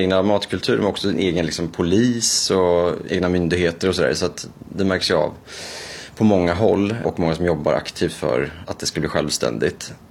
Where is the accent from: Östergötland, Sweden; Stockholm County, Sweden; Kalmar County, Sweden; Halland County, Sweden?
Östergötland, Sweden; Norrköping; born or raised there